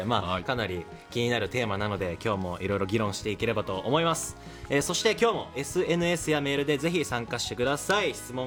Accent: Nagano, Japan; moved away; 僕はあの地元が長野なんですよ。

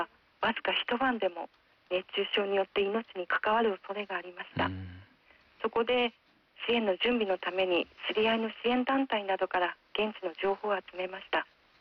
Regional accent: Kumamoto, Japan; now in Osaka, Japan; 私が生まれ育ったのが熊本県なんですが

